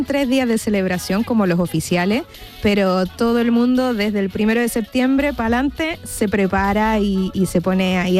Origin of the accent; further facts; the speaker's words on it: Chile; now in Seville, Spain; Como todo chileno sabe, somos muy de recibir